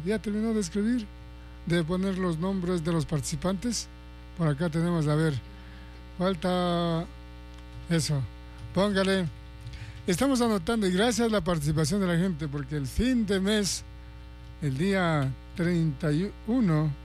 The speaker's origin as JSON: {"language": "Spanish", "country": "Ecuador"}